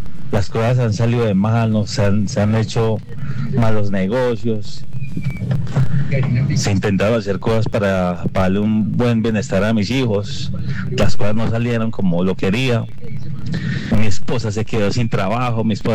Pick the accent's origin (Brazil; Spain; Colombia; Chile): Colombia; Armenia, Quindío; Hola muchachos, ¿cómo van? … de Armenia. Padre de dos hermosos niños, 15 y 11 años.